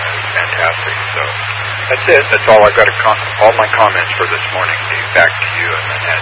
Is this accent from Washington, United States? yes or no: yes; Spokane, Washington, United States; I grew up in Spokane, and I've talked to Jim Pinkstead before.